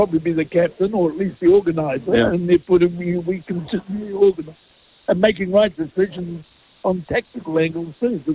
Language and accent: English; Waikato, New Zealand; born there; moved away; also born or lived in Upper Hutt; I've just always been sort of an Upper Hutt man. I played a bit. I was born in the King Country